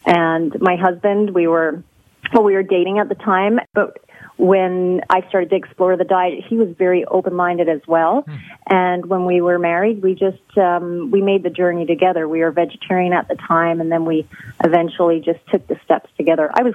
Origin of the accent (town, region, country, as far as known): Newfoundland and Labrador, Canada; born or raised there